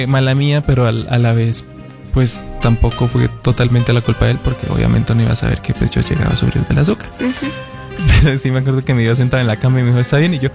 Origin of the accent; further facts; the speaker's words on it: Santander, Colombia; moved away as an adult; como colombianos, o sea, no era el único colombiano